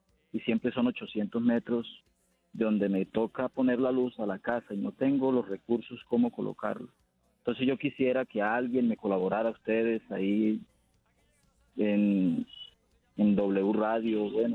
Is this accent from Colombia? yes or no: yes; Norte de Santander, Colombia; now in La Paz, Colombia; yo salí del norte del Santander, desplazado por cuestiones de violencia entre grupos armados, pues tuve que dejar todo botado, tirado, y en este momento estoy aquí en el Cesar, especialmente aquí en el municipio de La Paz.